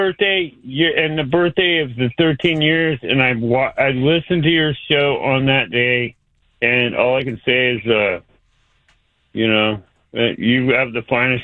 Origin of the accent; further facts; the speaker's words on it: Sacramento, California, United States; born there; I was born in Sacramento, but I didn't live here for many years.